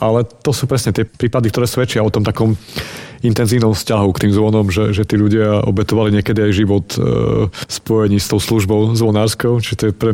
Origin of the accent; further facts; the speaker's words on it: Košice, Košice Region, Slovakia; Ja som mal to šťastie ako Košičan, že som vtedy končil vysokú školu v Trnave